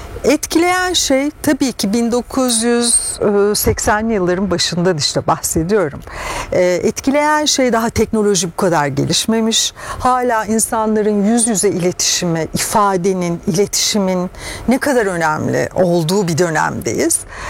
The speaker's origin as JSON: {"language": "Turkish", "region": "Ankara", "country": "Turkey", "tie": "born or raised there", "said": "Ortaokulda ben Ankaralı bir Rumeli göçmeni ailede büyüdüm."}